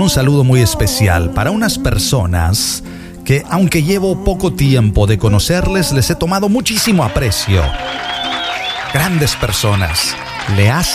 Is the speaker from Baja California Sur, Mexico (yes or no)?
no; Veracruz, Mexico; yo soy de Oro, y yo soy Jarocho.